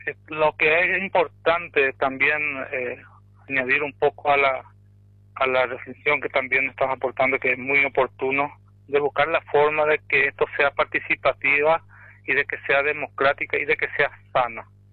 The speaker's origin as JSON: {"language": "Spanish", "town": "Presidente Franco", "region": "Alto Paraná", "country": "Paraguay", "tie": "born there", "said": "Yo nací acá en Presidente Franco, soy pionero, incluso mis padres son pioneros."}